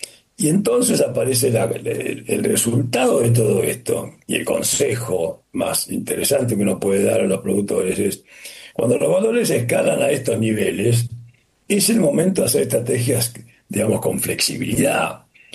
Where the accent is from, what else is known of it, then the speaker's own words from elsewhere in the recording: Australia; Spanish is a second language; yo vengo de Australia, para los australianos el niño es un drama